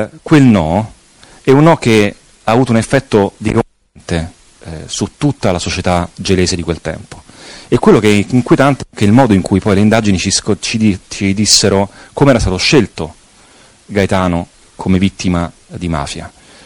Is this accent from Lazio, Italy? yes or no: yes; Rome, Lazio, Italy; moved away as an adult; now in Sicily, Italy; sono romano come voi, come molti di voi, però nel 92 avevo 16 anni